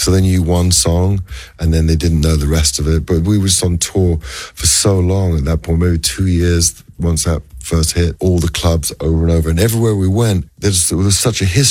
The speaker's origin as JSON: {"language": "English", "region": "England", "country": "United Kingdom", "said": "we could totally connect without saying a word with the English culture by being English and together and just hanging out."}